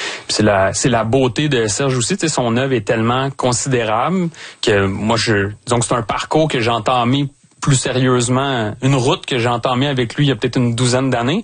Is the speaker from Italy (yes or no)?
no; Pointe-aux-Trembles, Quebec, Canada; born or raised there